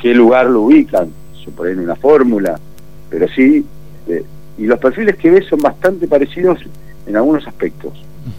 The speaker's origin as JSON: {"language": "Spanish", "country": "Argentina"}